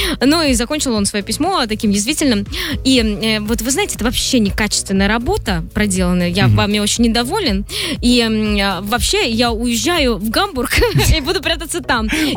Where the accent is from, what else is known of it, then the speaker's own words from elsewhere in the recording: Baden-Württemberg, Germany; И вы написали, что я баварец, но нет, простите, какой баварец? Я из Баден-Вюртемберга, не знаю, как правильно читается, поэтому никакого южно-баварского акцента у меня как бы нет.